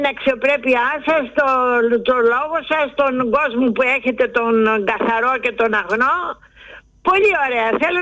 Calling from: Andros, South Aegean, Greece; από την Άνδρο.

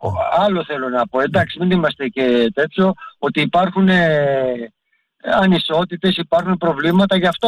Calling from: Ilioupoli, Attica, Greece; από Ηλίουπολη.

